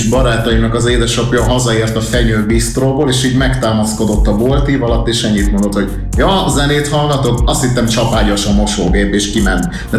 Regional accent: Hungary; És hát én vidéken nőttem fel

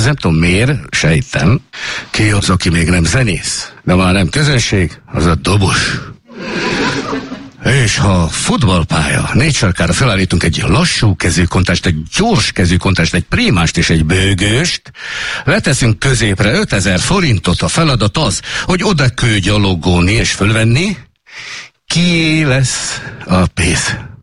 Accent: Mátyusföld, Slovakia; a mátyosföldi kukoricaföldrő, onnan származunk

